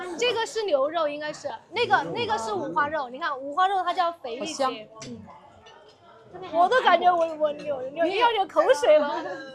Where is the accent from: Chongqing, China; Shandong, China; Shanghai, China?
Chongqing, China; now in Pixian, Chengdu, China; 我是重庆的。